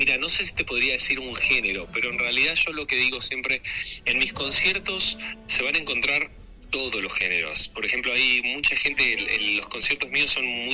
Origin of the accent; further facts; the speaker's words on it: Mar del Plata, Buenos Aires Province, Argentina; moved away as an adult; de muy joven, a los 21, me fui de la Argentina. Yo soy argentino de Mar del Plata. Así que me fui de la Argentina y empecé a recorrer el mundo